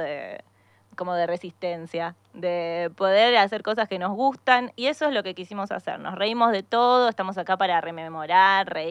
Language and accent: Spanish; La Plata, Buenos Aires Province, Argentina; Y yo vengo de La Plata, Buenos Aires, pero más lejos.